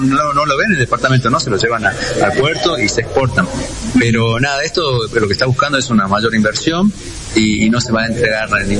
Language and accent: Spanish; Tartagal, Salta, Argentina; yo soy de Tartagal, del departamento de San Martín